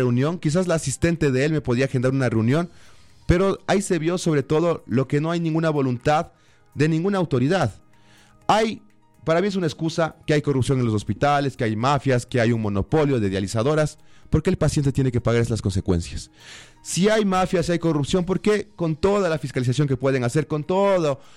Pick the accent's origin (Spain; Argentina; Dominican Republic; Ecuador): Ecuador; Los niños no somos, los niños ecuatorianos no somos conejillos de indias para que el Estado pruebe medicina si funciona o no